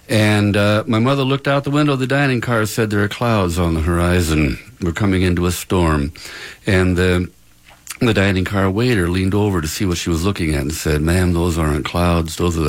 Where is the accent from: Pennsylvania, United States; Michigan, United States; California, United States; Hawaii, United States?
California, United States; Nevada City; How suitable for Nevada City here, my hometown.